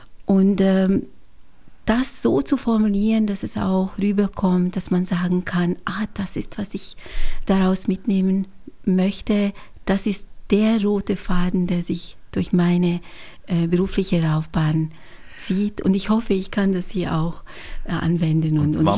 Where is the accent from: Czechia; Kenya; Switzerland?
Switzerland; also born or lived in Hungary; now in Austria; Ich bin gebürtige Ungarin und bin in der Schweiz aufgewachsen, vielleicht hört man das auch ganz leicht, und bin Doppelbürgerin.